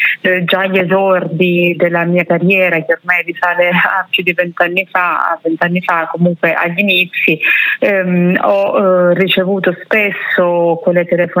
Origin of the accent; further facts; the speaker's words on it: Cinquefrondi, Calabria, Italy; un comune vicino al mio, lei viveva a Laureana di Borrello e io sono di Cinquefronte, quindi parliamo di 10 chilometri di distanza